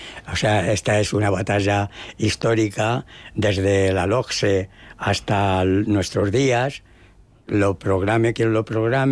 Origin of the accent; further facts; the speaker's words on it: Toledo, Castilla-La Mancha, Spain; por mi pueblo, por Toledo